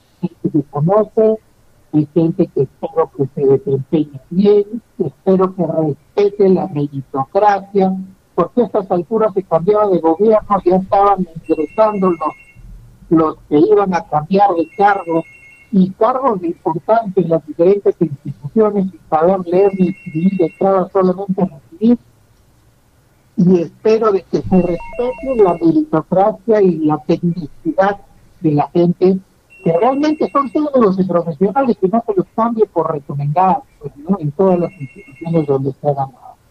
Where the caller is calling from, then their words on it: Morales, San Martín, Peru; soy del distrito de Morales principalmente.